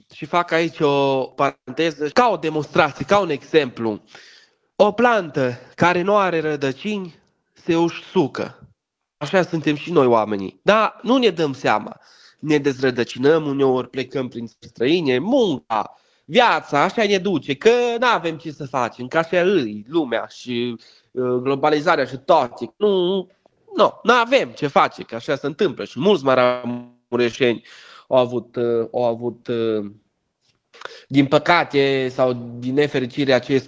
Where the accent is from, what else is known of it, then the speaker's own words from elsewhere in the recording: Romania; Asta ne arată că noi suntem români, că noi suntem din Maramureș, că noi suntem vișeoani, că noi suntem bistrițeni, ardeleni sau altceva.